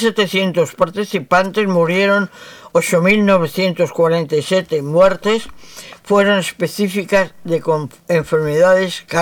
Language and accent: Spanish; Madrid, Community of Madrid, Spain; También a mí, Madrid. Que soy madrileña también.